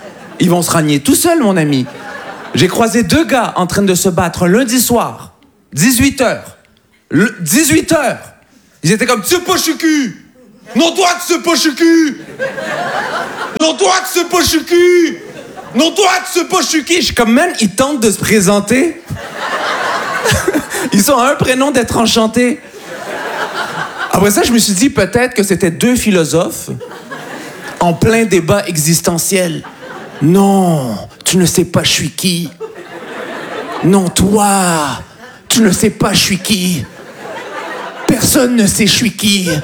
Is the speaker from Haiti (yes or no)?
no; Montreal, Quebec, Canada; Voilà, je viens de Montréal. Voilà. Ça s'entend, hein?